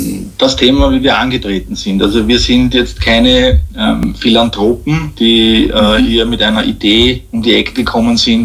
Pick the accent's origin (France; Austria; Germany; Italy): Austria